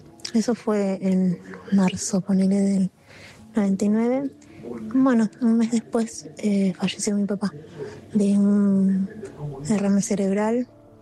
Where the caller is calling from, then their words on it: Buenos Aires, Argentina; Soy de Zona Norte